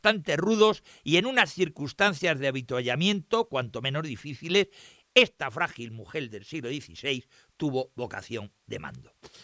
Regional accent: Santander, Cantabria, Spain; Yo, que soy de Cantabria, soy de Santander, el Portus Victoria de los romanos

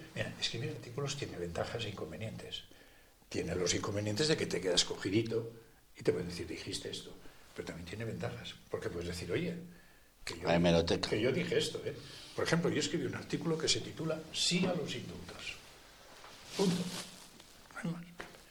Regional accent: Spain; No soy el primer español que lo hace

